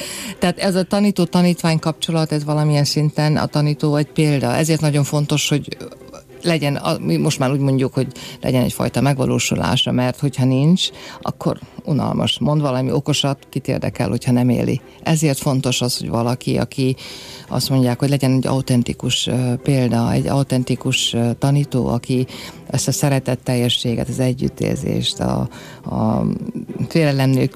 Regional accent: Oradea, Bihor, Romania; Nagyon fiatal voltam, én Erdélyből számozok, nagyváradi lány vagyok

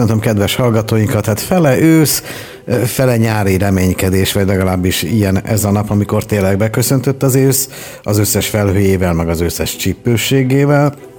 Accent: Budapest, Hungary; én ősi pestiként néha átnézek Budára

